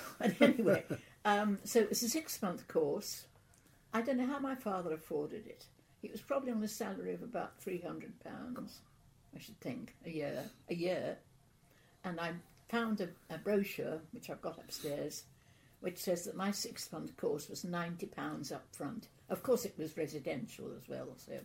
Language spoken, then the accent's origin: English; Leek, West Midlands, United Kingdom; also born or lived in Brockmoor / Hanley; I was born in Brockmoor Vicarage. I think it's now called West Midlands. It's somewhere near, between Dudley and Starbridge. And then we moved to Leek, which was absolutely glorious, in the moorlands, in North Staffordshire.